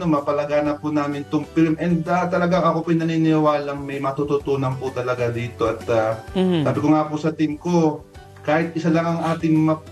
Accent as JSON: {"language": "Tagalog", "town": "Cardona", "region": "Calabarzon", "country": "Philippines", "said": "kami po ay taga Cardonan, Binangonan."}